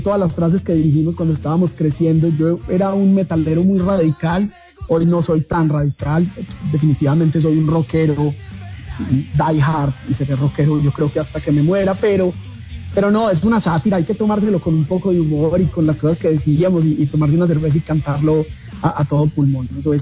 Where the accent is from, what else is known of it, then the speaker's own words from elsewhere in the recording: Antioquia, Colombia; yo soy antioqueño y quería hacer algo más relacionado, más cercano a los Andes, a la región a la que yo pertenezco